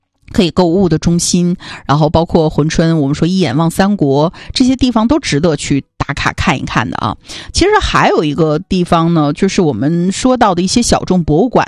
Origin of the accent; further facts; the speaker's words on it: Northeast China, China; 但是作为东北人的话，对这种神秘庄严的萨满文化也充满了好奇，